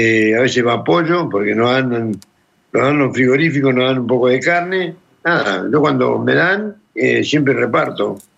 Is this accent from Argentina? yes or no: yes; Caleta Olivia, Santa Cruz, Argentina; moved away; mi ciudad, que es Caleta Olivia